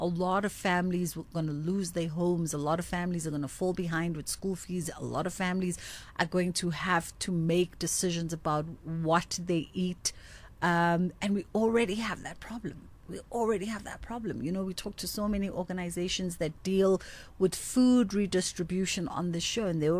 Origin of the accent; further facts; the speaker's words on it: South Africa; the positive around being a South African is our sense of resilience.